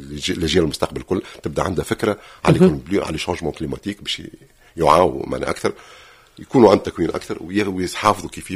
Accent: Tunisia; عندنا في تونس

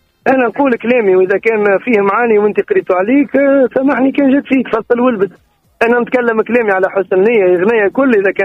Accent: Tunisia; وبالنسبة للفني أنا فنان أنا فنان تونسي

